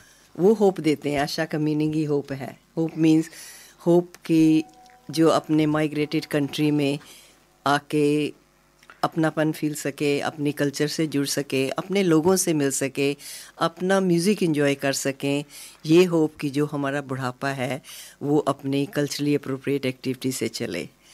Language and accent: Hindi; Chandigarh, India; moved away as an adult; now in Australia